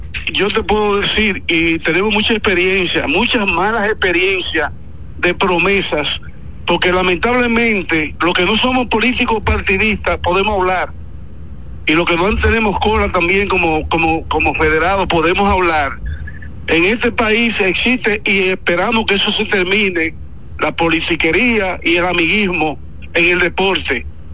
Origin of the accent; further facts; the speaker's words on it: Dominican Republic; Y tenemos la satisfacción del deber cumplido como verdaderos dominicanos